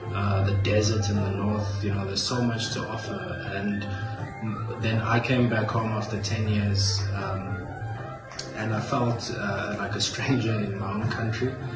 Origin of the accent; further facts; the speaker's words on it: South Africa; moved away as an adult; why do you speak like this? Where are you from? Oh, South Africa